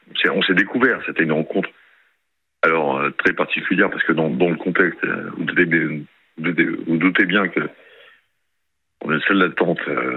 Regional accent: Pau, Nouvelle-Aquitaine, France; Sachant que moi je suis de Pau

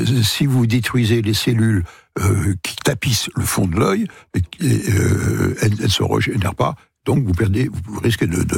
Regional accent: Paris, Île-de-France, France; moi je parle pour Paris, en tant que Parisien

